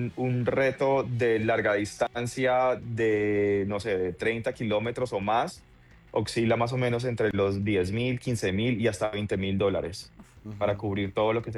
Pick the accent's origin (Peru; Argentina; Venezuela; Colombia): Colombia; en este momento yo estoy representando a Colombia porque pues soy nadador colombiano.